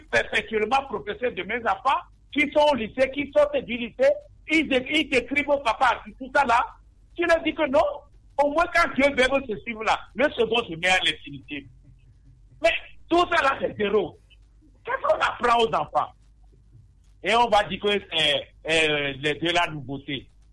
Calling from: Togo

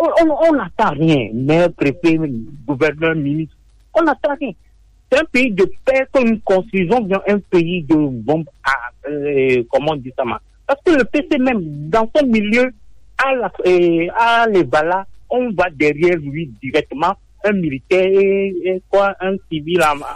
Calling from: Togo; Quel est l'état de notre dignité en tant que Togolais aujourd'hui?

